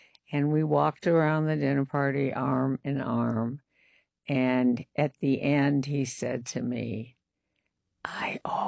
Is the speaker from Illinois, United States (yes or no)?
yes; Chicago, Illinois, United States; And I grew up in Chicago at 5.